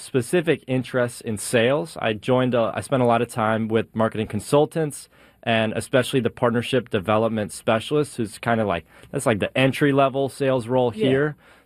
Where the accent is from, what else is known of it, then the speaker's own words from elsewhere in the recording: Libertyville, Illinois, United States; moved away as an adult; now in London, Canada; I'm from Libertyville, Illinois, about an hour south of Milwaukee. I'm a senior at Western University in London, Ontario.